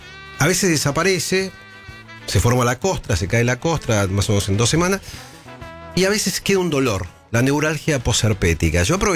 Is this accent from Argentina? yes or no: yes; Argentina; somos argentinos